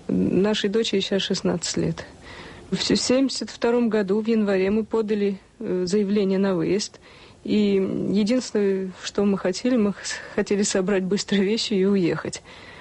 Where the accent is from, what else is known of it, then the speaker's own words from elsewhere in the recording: Moscow, Russia; moved away as an adult; now in Israel; Я из Москвы, мне 39 лет, у меня есть муж, дочь и мама.